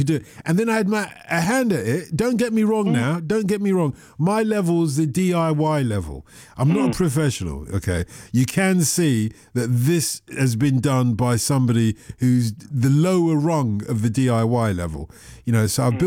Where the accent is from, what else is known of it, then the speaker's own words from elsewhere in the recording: London, United Kingdom; born there; We walked all the way from Tottenham to that Lido. When we were like seven, eight years old.